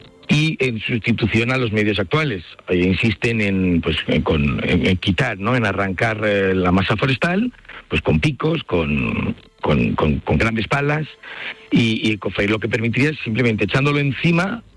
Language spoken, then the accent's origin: Spanish; Zaragoza, Aragon, Spain; Claro, yo soy de Zaragoza, tengo un montón de amigos, gente, familiares de amigos